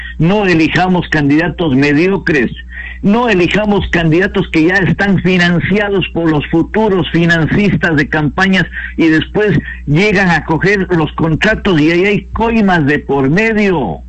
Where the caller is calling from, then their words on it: Ecuador; ecuatorianos